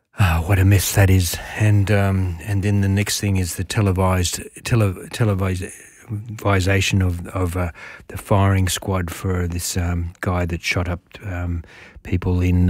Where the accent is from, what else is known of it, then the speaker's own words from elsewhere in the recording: Australia; I'm so glad I'm an Australian and I live in Australia.